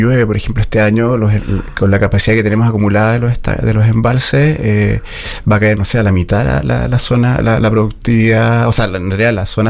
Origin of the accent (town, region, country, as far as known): Chile